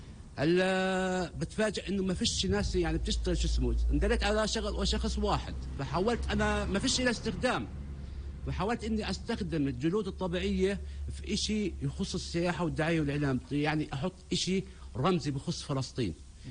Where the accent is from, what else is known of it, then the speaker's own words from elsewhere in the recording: Palestine; فإحنا كشعب فلسطيني